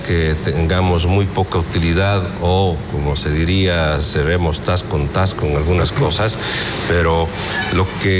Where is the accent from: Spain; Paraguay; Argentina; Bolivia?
Bolivia; porque finalmente somos bolivianos